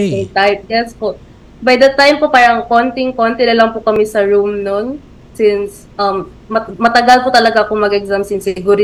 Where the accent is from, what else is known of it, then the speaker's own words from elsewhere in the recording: Bangsamoro, Philippines; Maranao po ako.